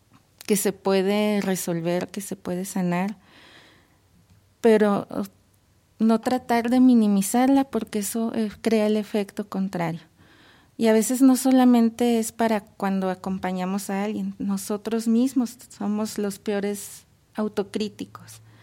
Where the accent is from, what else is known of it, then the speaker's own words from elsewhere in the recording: Mexico; seguimos siendo mexicanos